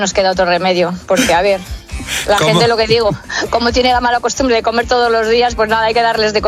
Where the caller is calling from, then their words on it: Salamanca, Castile and León, Spain; Estoy en Salamanca, sí.